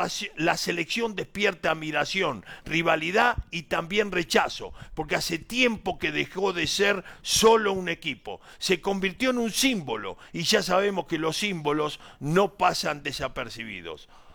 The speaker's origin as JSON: {"language": "Spanish", "country": "Argentina", "moved": "yes", "lives_now": "Colombia", "said": "25.000 argentinos vivimos acá en Colombia y estamos orgullosos de vivir en esta tierra tan querida."}